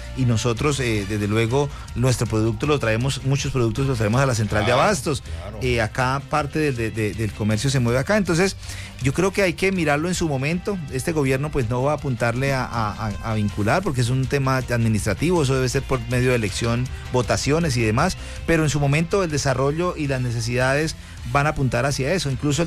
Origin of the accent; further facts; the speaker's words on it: Lebrija, Santander, Colombia; a todos los oyentes del país, del mundo, pero especialmente mi patria chica de Lebrija que nos están escuchando en este momento.